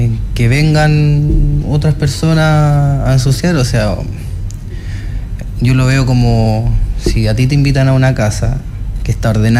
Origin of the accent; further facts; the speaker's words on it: San Antonio, Valparaíso, Chile; born there; moved away as an adult; now in Cartagena, Chile; yo empecé en San Antonio, yo nací en San Antonio y llevo como 3-4 meses ya viviendo en Cartagena.